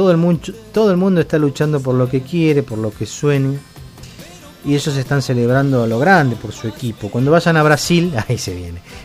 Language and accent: Spanish; Argentina; Nosotros como argentinos